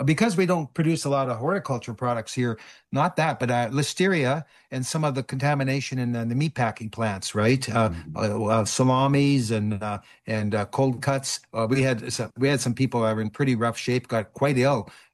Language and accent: English; Western Canada, Canada; I am, as a Canadian.